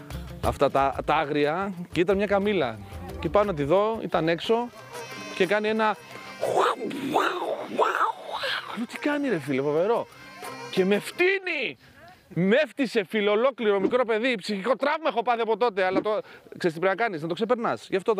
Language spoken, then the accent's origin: Greek; Florina, Western Macedonia, Greece; Όταν ήμουν μικρός στη Φλόρινα